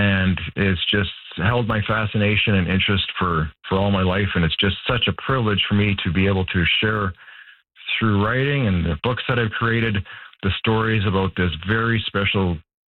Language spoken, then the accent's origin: English; Calgary, Alberta, Canada; I grew up in Calgary